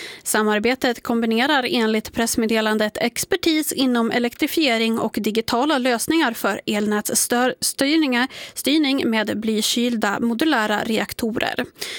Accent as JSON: {"language": "Swedish", "region": "Västra Götaland County", "country": "Sweden", "tie": "born or raised there", "said": "Och tipsar om en låt då från en ort ifrån min hembygd. Och då pratar vi ju Skaraborg."}